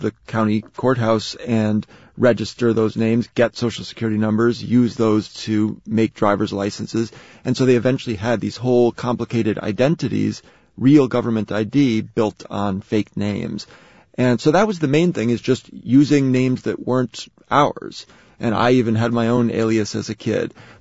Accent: Harlem, New York, United States; No, I was raised mostly in Harlem, and my dad worked as a baker and then a preschool teacher. My mom was a waitress.

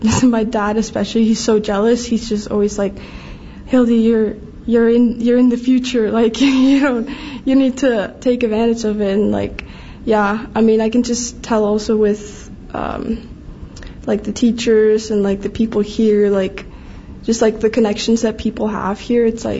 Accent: Garðabær, Capital Region, Iceland; English is a second language; now in Santa Clara, United States; So I'm from a place called Garðabær. Most people live in or around the capital in Iceland, and then a lot of the land is just like land and mountains and stuff.

